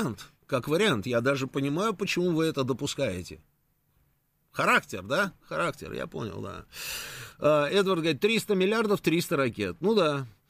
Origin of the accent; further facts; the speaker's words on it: Moscow, Russia; А вы откуда, хлопцы? Я говорю, из Москвы. О, чую же говор.